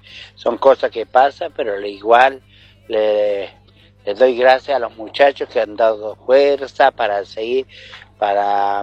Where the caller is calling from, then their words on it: Cachico, Santiago del Estero, Argentina; de Cachico.